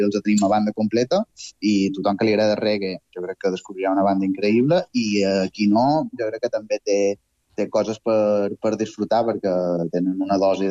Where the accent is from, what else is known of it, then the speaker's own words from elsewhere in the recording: Catalonia, Spain; perquè si no vaig errat, som de província de Girona.